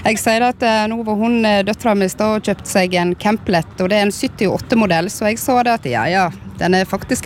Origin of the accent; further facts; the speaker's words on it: Måløy, Vestland, Norway; Det er klart vi er fra Måløy.